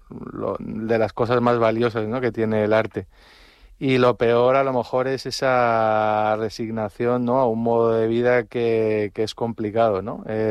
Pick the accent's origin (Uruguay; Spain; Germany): Spain; Madrid, Community of Madrid; moved away as an adult; now in Canary Islands, Spain; yo soy madrileño